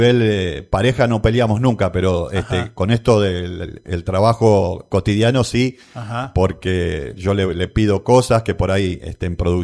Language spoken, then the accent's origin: Spanish; Buenos Aires Province, Argentina; now in Bragado, Argentina; hace 14 años que está residiendo en Bragado y vine por trabajo, vine de Buenos Aires, del conurbano.